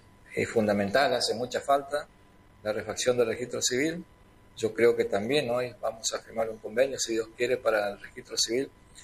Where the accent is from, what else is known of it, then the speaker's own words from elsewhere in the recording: Napenay, Chaco, Argentina; yo como soy nacido y criado en Napenay